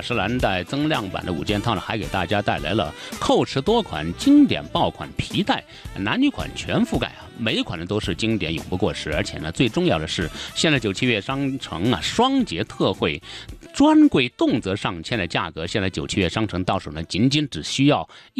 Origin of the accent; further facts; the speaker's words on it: Yunnan, China; 咱们云南人